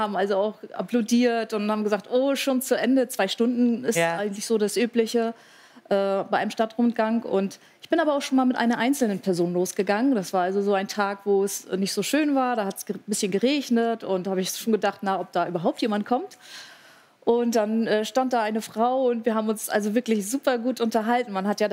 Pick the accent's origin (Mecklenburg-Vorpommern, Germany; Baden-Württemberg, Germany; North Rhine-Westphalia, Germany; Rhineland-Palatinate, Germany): Mecklenburg-Vorpommern, Germany; Wismar; In meiner Freizeit führe ich Gäste durch meine Heimatstadt, ja.